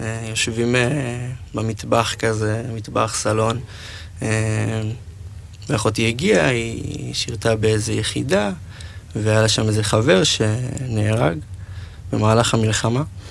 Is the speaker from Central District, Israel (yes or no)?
no; Pardes Hanna-Karkur, Haifa District, Israel; מפרדס חנה כרכור, אני בן 21... כן, 21.